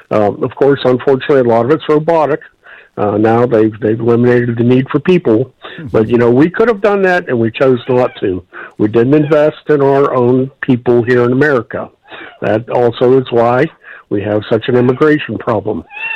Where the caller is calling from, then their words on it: Sharon, Pennsylvania, United States; And yes, I am calling from Sharon, Pennsylvania